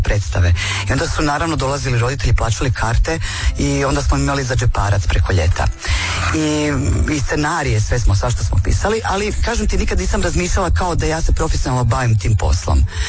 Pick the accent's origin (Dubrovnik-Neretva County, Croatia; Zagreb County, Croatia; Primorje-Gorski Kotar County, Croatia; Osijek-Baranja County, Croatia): Osijek-Baranja County, Croatia; Našice; naglo prekinuti svoje školovanje, preseliti iz Našica u Osijek, znači ostaviti svoju generaciju u srednjoj školi, pridružiti se nekim novim ljudima